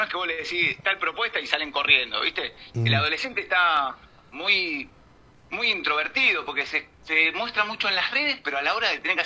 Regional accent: Banfield, Buenos Aires Province, Argentina; yo soy de Zona Sur. Soy de Zona Sur de la provincia de Buenos Aires, Banfield, Lomas de Zamora.

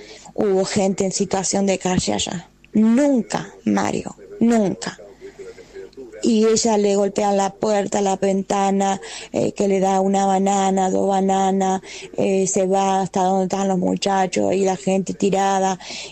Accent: Entre Ríos, Argentina; now in Buenos Aires, Argentina; Yo soy de Entre Ríos, ¿no? Hace muchos años vivo acá en Buenos Aires.

